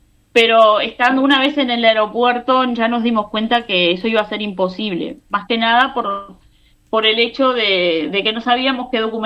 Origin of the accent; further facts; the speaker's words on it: Uruguay; now in Spain; esto no lo digo yo como uruguaya